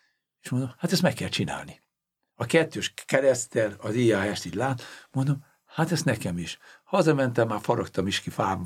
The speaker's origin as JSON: {"language": "Hungarian", "country": "Hungary", "said": "Mert magyar vagyok."}